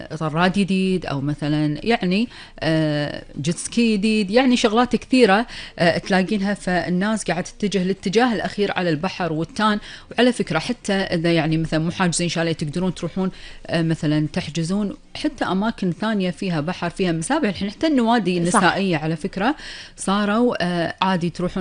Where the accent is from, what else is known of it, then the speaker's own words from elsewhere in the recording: Kuwait; أنا كويتية